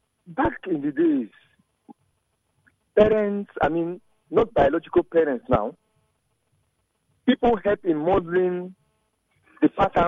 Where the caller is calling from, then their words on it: Port Harcourt, Rivers, Nigeria; I'm calling from Port Harcourt.